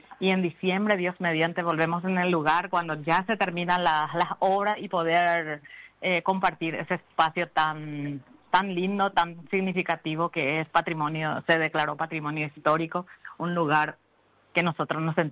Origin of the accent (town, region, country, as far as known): Paraguay